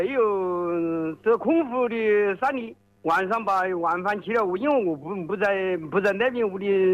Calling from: Yingcheng, Hubei, China; 我是应城人士啊。

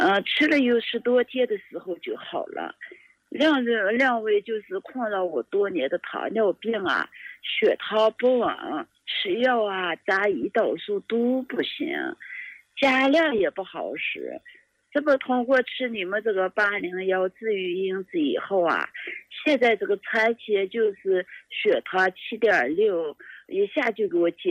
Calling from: Datong, Shanxi, China; 我是山西大同的。

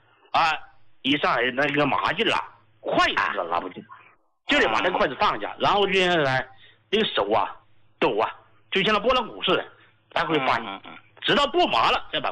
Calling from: Chongqing, China; accent: Sichuan; 我是重庆的听众啊。

